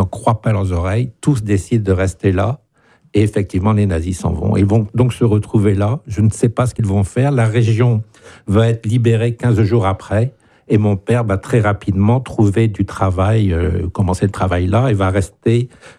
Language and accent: French; France; Pour ma mère, ma sœur et moi, pas de problème, nous sommes français